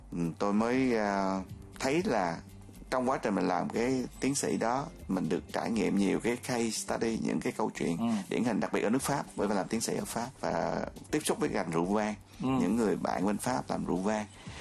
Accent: Phan Thiet, Bình Thuận, Vietnam; born or raised there

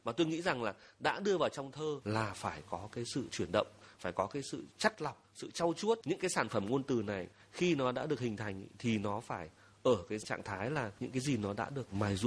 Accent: Hà Đông, Hanoi, Vietnam; Thế cho nên là mình lớn lên ở Hà Đông, trong khi quê ngoại và quê nội của mình là làng và là phố thì đều gần ở đó.

